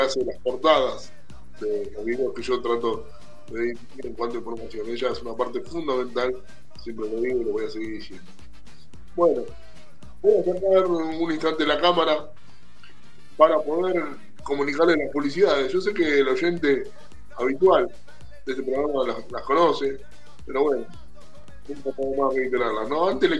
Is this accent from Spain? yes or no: no; Argentina; yo soy argentino